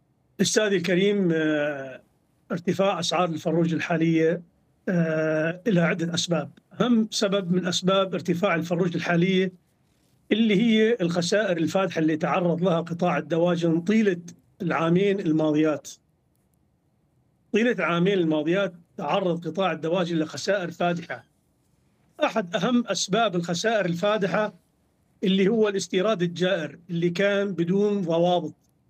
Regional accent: Syria; إحنا لغاية الآن عندنا في سوريا ما قبلنا ندخل البروتين الحيواني لما عرفنا منشأه

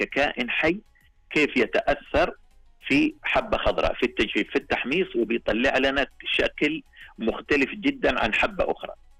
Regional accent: Saudi Arabia; عندنا في السعودية العظيمة من الجنوب للشمال للشرق للغرب

